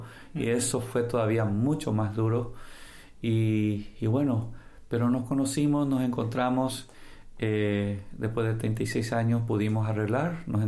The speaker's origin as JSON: {"language": "Spanish", "country": "Paraguay", "said": "Vengo de padres separados. Es un problema de tantos paraguayos"}